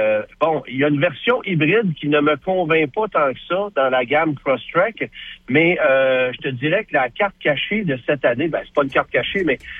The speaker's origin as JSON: {"language": "French", "region": "Quebec", "country": "Canada", "said": "chez nous au Québec"}